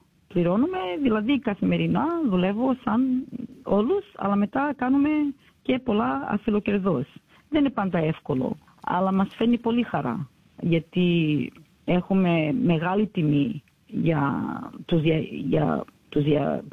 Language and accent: Greek; Sydney, New South Wales, Australia; Εγώ γεννήθηκα στο Balmain, μετά περίπου τρία χρονών πήγαμε στο Canterbury, στο Canterbury Road. Και είχαμε φρουτομαρκέτα και ζούσαμε πάνω από το μαγαζί για κάποια χρόνια. Και μετά πήγαμε στο Rowwood